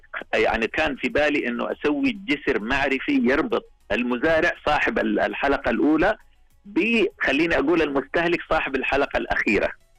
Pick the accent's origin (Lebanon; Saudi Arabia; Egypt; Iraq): Saudi Arabia; عندنا في السعودية العظيمة من الجنوب للشمال للشرق للغرب